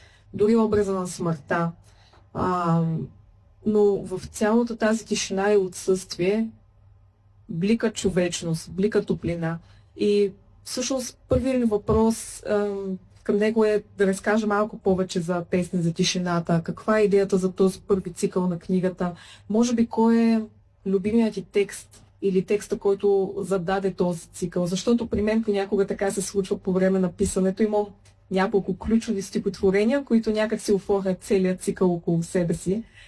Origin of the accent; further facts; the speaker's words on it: Varna, Varna Province, Bulgaria; И двамата сме автори от Варна.